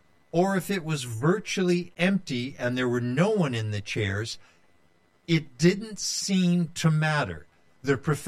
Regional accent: Marshall, Texas, United States; born there; moved away; I was born in 1950 in Marshall, Texas.

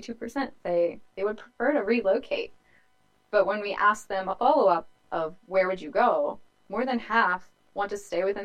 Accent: New Orleans, Louisiana, United States; So I'm from the Greater New Orleans area. I was a kid of Katrina.

